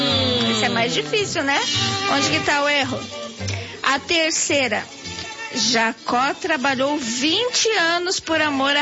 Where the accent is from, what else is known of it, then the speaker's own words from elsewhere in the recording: Paraná, Brazil; Porque aqui somos paranaenses.